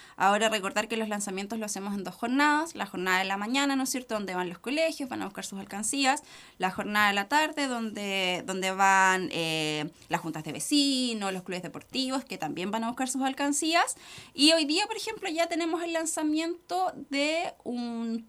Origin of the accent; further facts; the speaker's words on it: Chile; estamos todos como chilenos muy agradecidos.